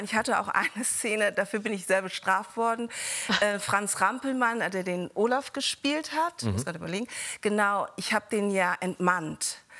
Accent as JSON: {"language": "German", "country": "Germany", "tie": "born there", "said": "Also mein Geburtsland ist Deutschland, aber meine Herkunft ist Ghana."}